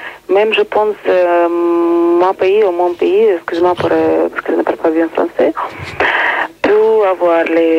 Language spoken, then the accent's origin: French; Ukraine; Je suis ukrainienne.